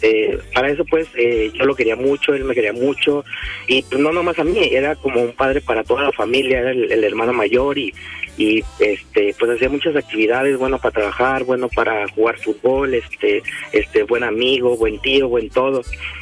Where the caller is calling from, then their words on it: Tonalá, Jalisco, Mexico; De aquí de Tonalá.